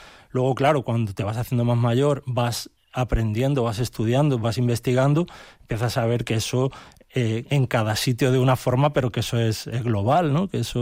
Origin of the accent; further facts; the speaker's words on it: Albalá, Extremadura, Spain; en mi pueblo, en Albalá, que es un pueblo de Cáceres